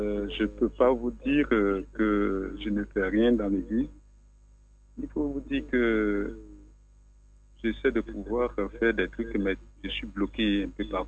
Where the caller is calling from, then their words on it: Abidjan, Côte d’Ivoire; J'appelle d'Agamé actuellement.